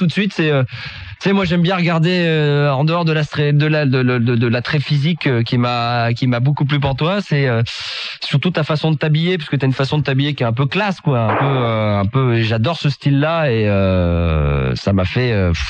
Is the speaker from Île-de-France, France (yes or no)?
yes; Paris, Île-de-France, France; now in Carpentras, France; Je suis de Paris à l'origine, et là, je traîne un peu sur Carpentras.